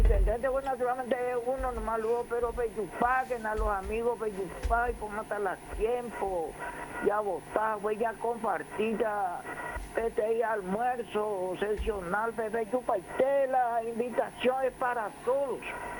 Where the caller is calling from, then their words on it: Paso de Patria, Ñeembucú, Paraguay; estamos unidos en Paso de Patria los colorados